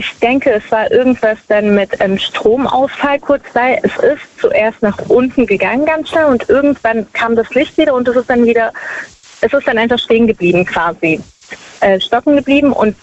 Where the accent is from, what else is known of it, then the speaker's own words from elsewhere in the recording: Baden-Württemberg, Germany; Ich komme aus der Nähe von Stuttgart.